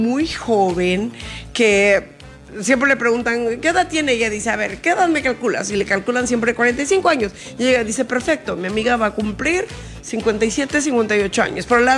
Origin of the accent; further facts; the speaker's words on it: Puebla, Mexico; moved away; allá de mi pueblo, de Puebla